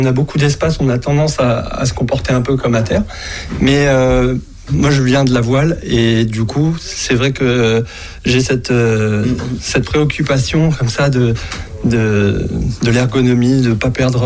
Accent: Toulouse, Occitanie, France; also born or lived in Île-de-France; now in Montauban, France; J'étais en Île-de-France avec mon épouse et je souhaitais revenir un peu vers mes origines puisque je suis toulousain.

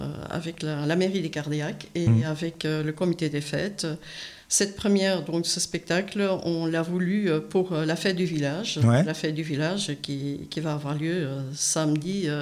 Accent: Belgium; Je suis belge, mais il n'y a jamais eu d'Ara des Cascades

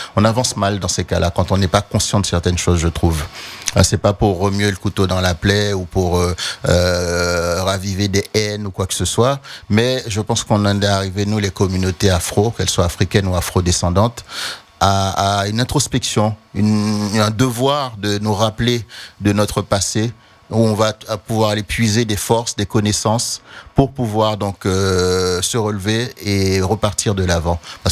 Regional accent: Haiti; Moi, personnellement, en tant qu'Haïtien

